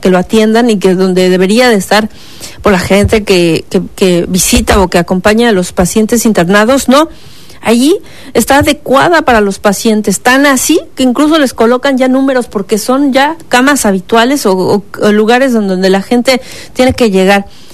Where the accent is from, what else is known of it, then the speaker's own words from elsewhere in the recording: Playa del Carmen, Quintana Roo, Mexico; Nosotros somos de Playa del Carmen, entonces lo trasladaron al materno infantil porque acá está en Playa del Carmen, no había este especialista.